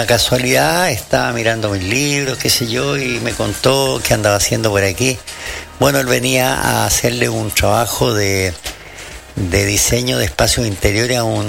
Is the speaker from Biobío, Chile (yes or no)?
no; Matanzas, O'Higgins, Chile; yo soy de Matanza.